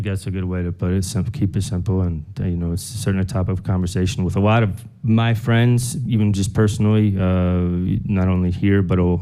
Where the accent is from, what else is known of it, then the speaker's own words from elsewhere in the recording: Normal, Illinois, United States; also born or lived in California; now in Maine, United States; I come from normal